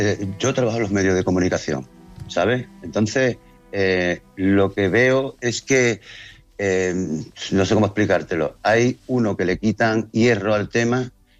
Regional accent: Ceuta, Spain; lo que he visto en mi pueblo, a mis mujeres con esas banderas, heroínas todas, y hoy especialmente me siento distinto, mejor, bastante mejor.

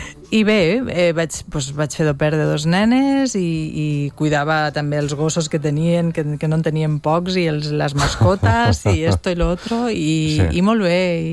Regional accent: Tortosa, Catalonia, Spain; Jo sóc de Tortosa i de vegades... però he treballat a TV3 amb papers que no parlo amb el meu accent

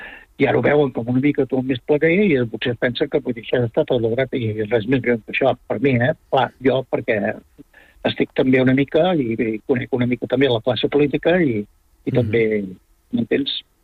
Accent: Vic, Catalonia, Spain; jo soc de Vic.

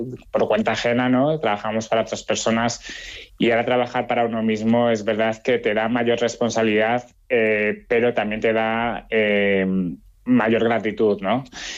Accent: Spain; yo, como siendo español, me encanta España y adoro España

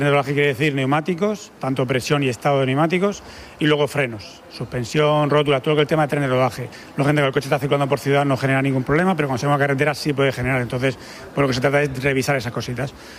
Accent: Spain; Lógicamente somos españoles y nos acordamos el último día o la última semana de salir de vacaciones.

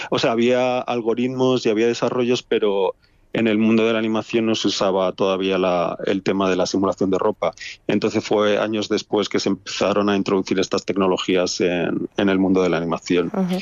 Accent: Madrid, Community of Madrid, Spain; Entonces, yo soy de Madrid y acabé en San Francisco trabajando en Pixar y en Nueva York en Blue Sky.

